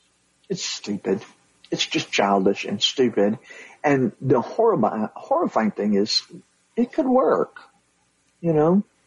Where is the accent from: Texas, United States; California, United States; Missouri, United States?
Texas, United States; I'm from Southeast Texas. I have a very Southeast Texas rural family.